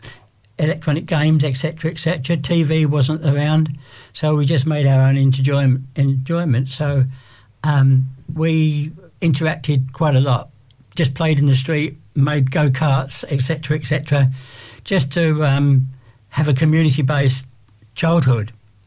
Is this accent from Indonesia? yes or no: no; London, United Kingdom; moved away as an adult; also born or lived in Melbourne, Australia; now in Australia; Well, I am from London. So in 1974, I emigrated to Australia with two children and landed in Melbourne. And I was in Melbourne for 40 years.